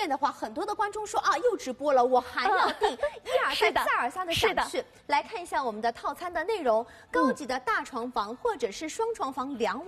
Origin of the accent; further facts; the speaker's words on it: Shanghai, China; 那说到宁波啊，我们上海人是非常喜欢去的。